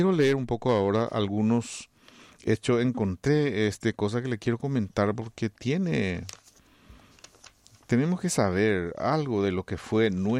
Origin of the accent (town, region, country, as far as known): Paraguay